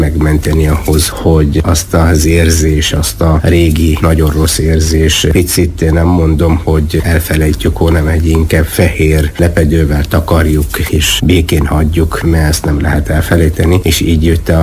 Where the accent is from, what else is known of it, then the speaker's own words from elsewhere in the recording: Taiz Governorate, Yemen; Hungarian is a second language; moved away as an adult; now in Gyula, Hungary; Jemenben egy kis faluban nevelkedtem. Ilyen 120 km a Jemen második legnagyobb városától fekszik. Ott szereztem meg az általános iskolai végzettségem. Ott töltöttem, utána a gimnázium már a városban